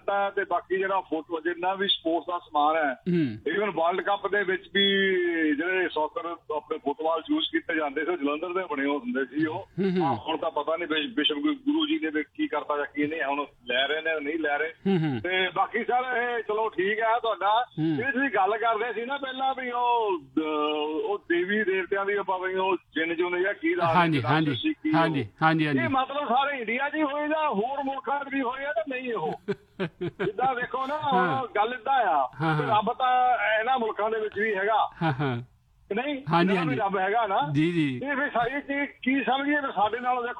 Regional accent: Punjab, India; ਜਲੰਧਰ ਨਾਲ ਸਾਡੀਆਂ ਬੜੀਆਂ ਪੁਰਾਣੀਆਂ ਯਾਦਾਂ ਜੁੜੀਆਂ ਆ ਤੇ ਮੇਰਾ ਪਿੰਡ ਵੀ ਜਲੰਧਰ ਜ਼ਿਲ੍ਹੇ ਦਾ ਆਖਰੀ ਪਿੰਡ ਹੈਗਾ

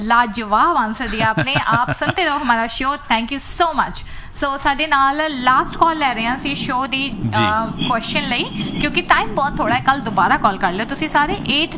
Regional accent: Amritsar, Punjab, India; ਮੈਂ ਵੀ ਅੰਮ੍ਰਿਤਸਰ ਤੋਂ ਆ

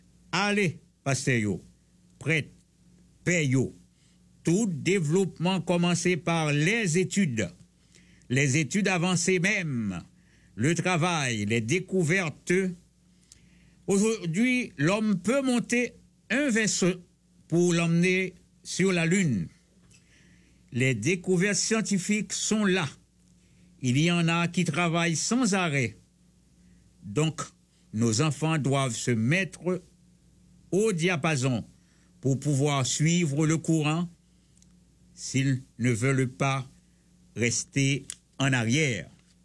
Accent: Haiti; Chez nous, en Haïti

